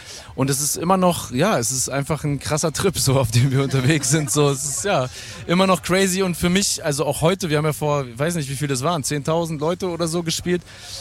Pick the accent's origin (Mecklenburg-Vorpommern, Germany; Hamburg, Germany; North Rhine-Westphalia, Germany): North Rhine-Westphalia, Germany; eins der ersten war das Stemweder Open Air. Das ist nämlich da in der Nähe, wo ich groß geworden bin.